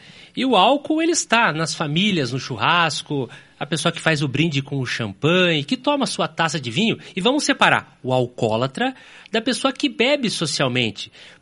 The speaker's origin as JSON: {"language": "Portuguese", "town": "Curitiba", "region": "Paraná", "country": "Brazil", "tie": "born there", "said": "Sou nascido em Curitiba, no Hospital Pilar, no bairro Pilarzinho."}